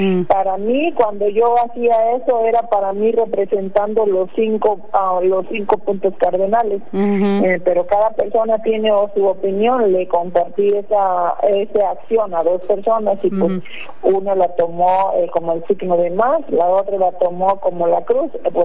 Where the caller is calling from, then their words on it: Mexico; Yo como buena nativa mexicana